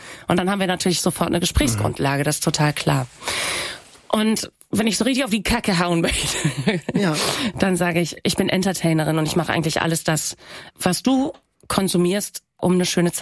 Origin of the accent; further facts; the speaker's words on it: Oldenburg, Lower Saxony, Germany; Das war mal ganz spannend, weil ich bin in Oldenburg zur Schule gegangen. Und auch in Oldenburg spricht man ein anderes Platt als in Ostfriesland. Eigentlich spricht man überall ein anderes Platt. Und dann musste ich immer vorher sagen, Moin … ich prout auch Platt.